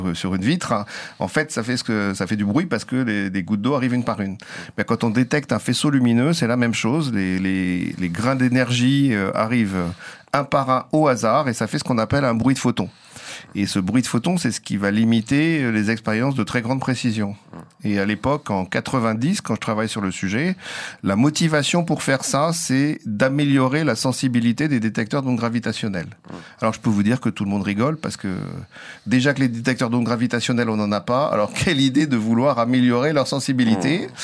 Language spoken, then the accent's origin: French; Chartres, Centre-Val de Loire, France; now in Paris, France; je suis originaire de Chartres, donc lycée à Chartres